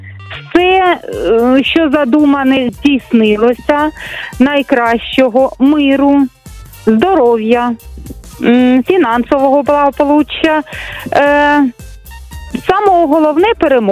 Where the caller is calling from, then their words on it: Koriukivka, Chernihiv Oblast, Ukraine; Ми з Корюківки.